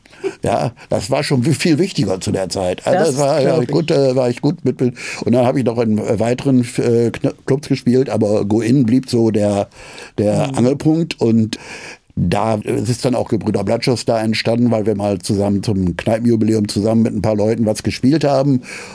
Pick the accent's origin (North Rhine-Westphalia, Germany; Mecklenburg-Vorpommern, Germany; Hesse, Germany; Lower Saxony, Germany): Lower Saxony, Germany; Osnabrück; accent: between Hamburg and Ruhr area; now in Berlin, Germany; Ich komme ursprünglich aus Osnabrück. Osnabrück, das ist so, wenn man von Berlin nach Amsterdam fährt, halbe Strecke. Da ist Osnabrück, ist schon fast an der Nähe zur holländischen Grenze